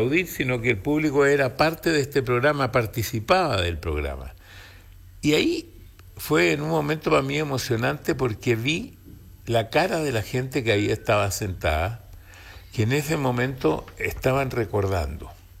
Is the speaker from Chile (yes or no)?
yes; Chile; moved away as an adult; now in United States; yo soy chileno.